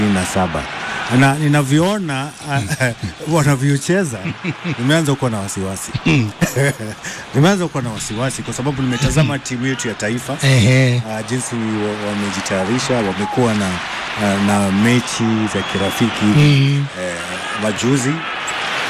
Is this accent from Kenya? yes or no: yes; Kenya; Mimi ni Mkenya halisi.